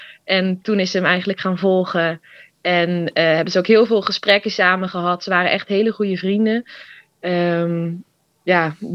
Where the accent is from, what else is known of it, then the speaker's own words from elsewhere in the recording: North Holland, Netherlands; Ik ben 21. Ik kom uit Noord-Holland.